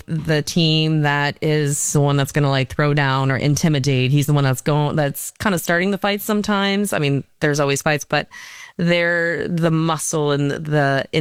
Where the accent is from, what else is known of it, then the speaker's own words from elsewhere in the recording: Canada; being Canadian, I grew up with hockey.